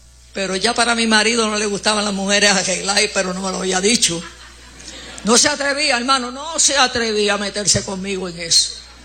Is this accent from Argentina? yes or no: no; Puerto Rico; en Puerto Rico, déjeme decirle nuestras costumbres.